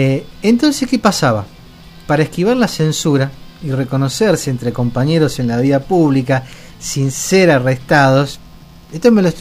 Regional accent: Argentina

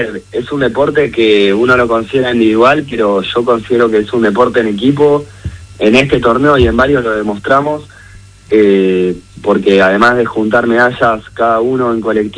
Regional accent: Argentina

